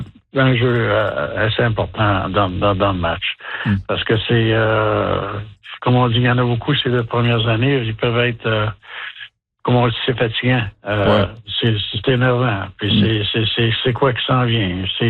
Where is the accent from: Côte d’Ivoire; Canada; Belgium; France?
Canada; Montreal, Quebec; Ben, j'ai grandi à Montréal avec Jean Bigreau.